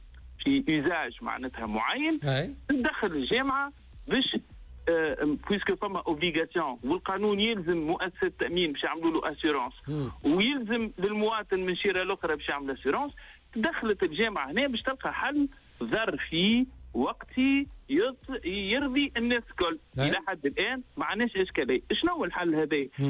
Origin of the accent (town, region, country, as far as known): Tunisia